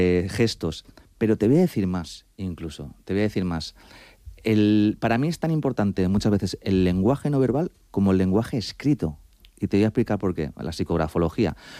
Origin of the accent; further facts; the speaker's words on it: Madrid, Community of Madrid, Spain; te he dicho ya que que soy madrileño, sí, y mis padres son argentinos.